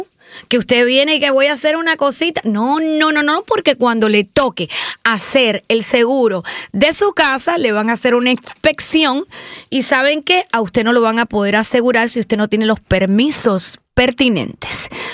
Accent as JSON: {"language": "Spanish", "country": "Cuba", "tie": "born or raised there", "said": "Yo me crié en Cubita la Bella, que bueno, que ahora la verdad que no está tan bella"}